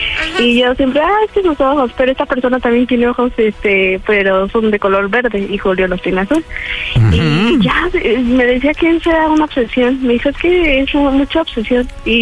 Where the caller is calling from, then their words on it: State of Mexico, Mexico; Tengo 22 años y soy del Estado de México.